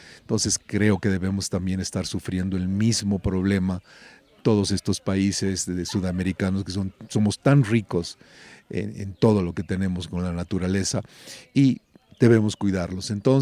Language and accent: Spanish; Bolivia